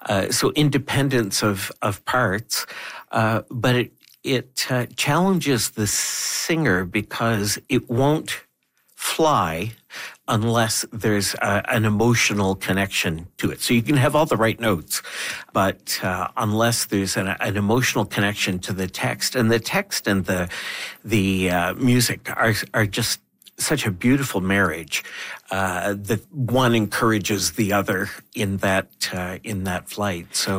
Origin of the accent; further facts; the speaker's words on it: Moncton, New Brunswick, Canada; now in Fredericton, Canada; when I grew up in Moncton at First Baptist Church